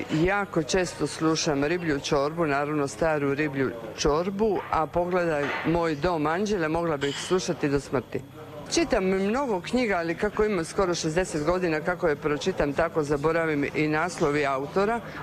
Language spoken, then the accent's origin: Croatian; Opatija, Primorje-Gorski Kotar County, Croatia; now in Rijeka, Croatia; Opatija je moj rodni grad, ja ga ne volim toliko koliko vi, meni je draža Rijeka, Opatija mi je premala, a sad su je kupili Rusi, pa se ja osjećam malo čudno jer ne znam ruski.